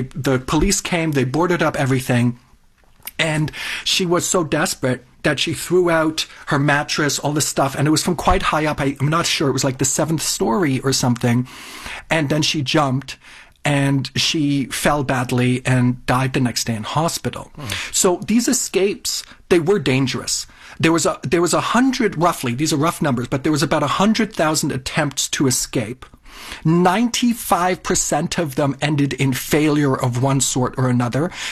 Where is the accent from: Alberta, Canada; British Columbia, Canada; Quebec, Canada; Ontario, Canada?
Ontario, Canada; Toronto; moved away as an adult; also born or lived in South Germany; South Germany. And we immigrated to Canada, I don't even want to tell you, but it was in 1986. And then I grew up in Toronto for the next 15 years.